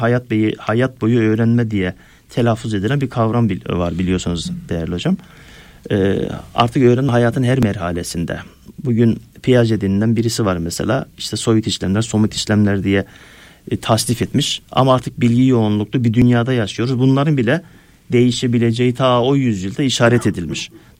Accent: Osmaniye, Turkey; Ben Çukurovalıyım, Osmaniyeliyim. Yazları büyüklerle, yaşlılarla, aile büyüklerimizle yaylalara giderdik değerli hocam.

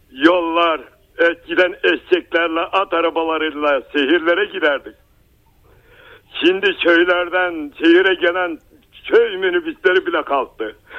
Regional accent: Kütahya, Turkey; born there; Ben köyde oturdum. Köyde büyüdüm. Çıtahya'ya yerleştim.

